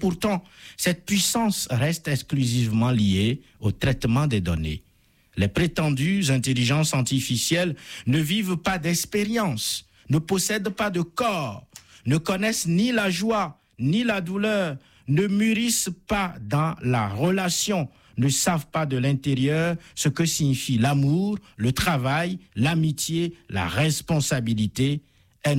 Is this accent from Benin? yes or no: yes; Benin; Les choses comme en Afrique, chez moi au Bénin